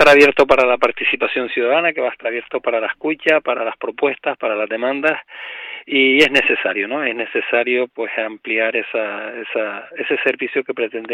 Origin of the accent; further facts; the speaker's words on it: Vega de San Mateo, Canary Islands, Spain; todos los vecinos de San Mateo de la gestión de nuestro pueblo.